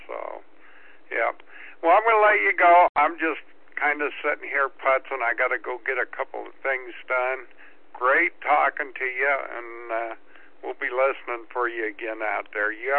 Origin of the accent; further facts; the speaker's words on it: California, United States; I've been in California since 1950 when I was three